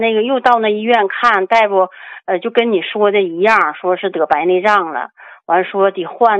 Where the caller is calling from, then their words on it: Shenyang, Liaoning, China; 我家是沈阳的。